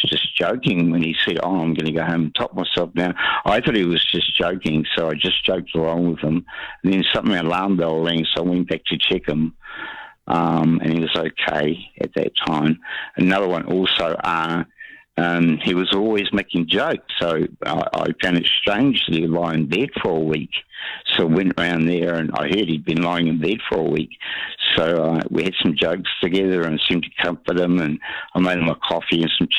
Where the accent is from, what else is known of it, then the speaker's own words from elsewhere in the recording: Waimana, Bay of Plenty, New Zealand; also born or lived in Whangarei; we grew up in Waimana near Whakatane, and you know, my parents decided one reason Dad wanted to change jobs